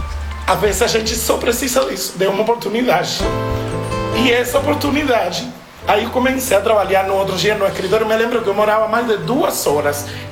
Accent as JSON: {"language": "Portuguese", "country": "Cuba", "second_language": "Portuguese", "moved": "as an adult", "lives_now": "Brazil"}